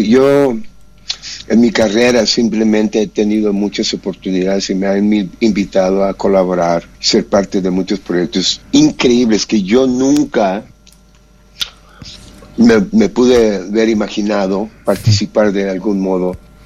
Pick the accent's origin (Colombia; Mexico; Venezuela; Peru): Mexico; moved away as an adult; now in Los Angeles, United States; vengo yo de México